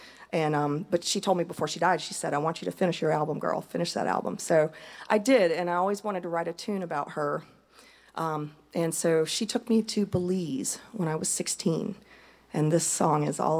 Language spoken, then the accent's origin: English; Winston-Salem, North Carolina, United States; I'm originally from Winston-Salem.